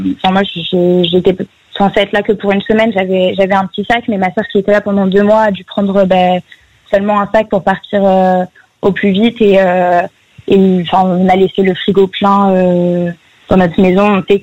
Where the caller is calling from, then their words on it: Bordeaux, Nouvelle-Aquitaine, France; Là, je suis rentrée chez mes parents à Bordeaux